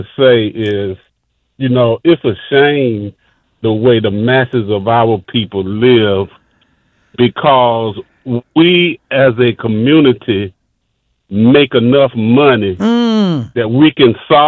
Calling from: Florida, United States; I'm from Florida.

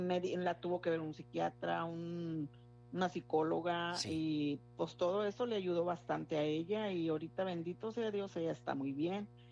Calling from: Brownsville, Texas, United States; Yo estoy hablando desde Brownsville, Texas.

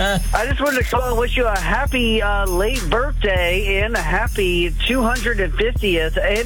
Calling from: Fairhope, Alabama, United States; I'm calling from Fairhope, Alabama.

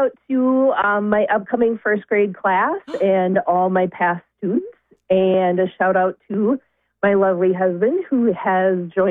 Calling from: Grand Rapids, Minnesota, United States; I'm calling from Grand Rapids.

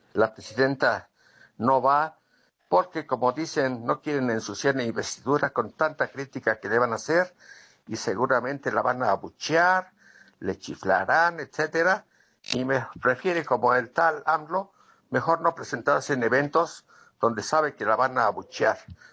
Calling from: Toluca, State of Mexico, Mexico; de Toluca.

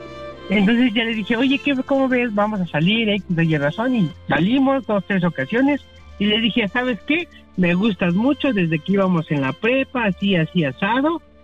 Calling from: Tlaxcala, Mexico; yo soy de Tlaxcala, bien pinche, olmeca, morenito.

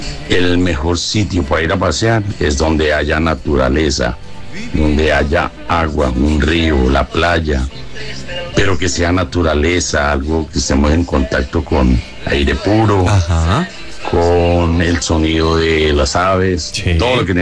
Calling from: Pereira, Risaralda, Colombia; de Boston, Pereira.

